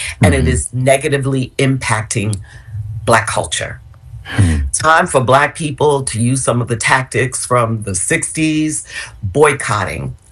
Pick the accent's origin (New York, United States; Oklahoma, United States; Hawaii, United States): New York, United States; New York City; I grew up in West Harlem